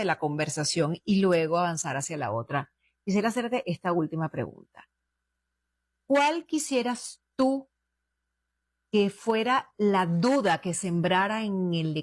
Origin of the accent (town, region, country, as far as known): Venezuela